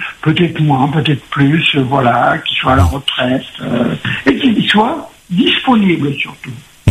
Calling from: Nouvelle-Aquitaine, France; Voilà, j'appelle depuis la métropole. … j'ai 70 ans. Je suis à la retraite, j'habite en Gironde, je suis divorcé

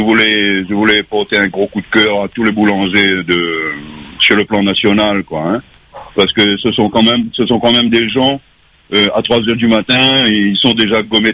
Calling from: Réunion; je suis réunionnais

